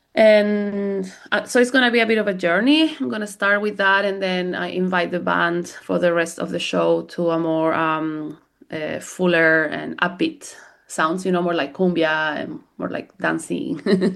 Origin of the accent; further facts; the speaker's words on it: Chile; English is a second language; Yeah, so my background, I'm from Chile, in Latin America, and I started in music.